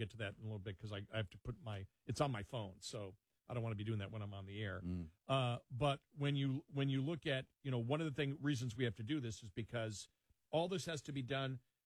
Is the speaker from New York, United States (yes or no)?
yes; Buffalo, New York, United States; And that's the weirdest thing growing up in Buffalo, that somebody who grew up in Buffalo, where the temperature probably now is 75 degrees